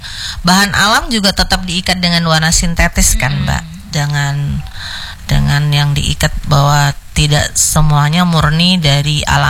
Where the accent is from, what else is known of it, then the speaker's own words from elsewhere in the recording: East Kalimantan, Indonesia; daerah saya, Kutai Kartanegara.